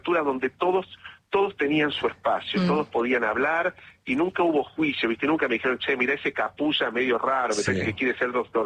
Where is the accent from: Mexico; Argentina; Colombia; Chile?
Argentina; Río Cuarto, Córdoba; born there; Yo nací en Río Cuarto, al uh-huh. sur de la provincia de Córdoba.